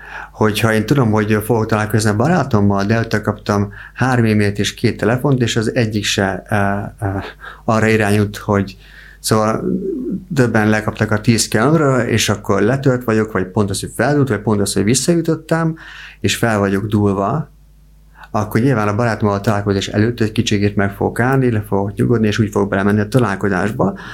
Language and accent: Hungarian; Hungary; Mondjam azt, hogy magyarok vagyunk.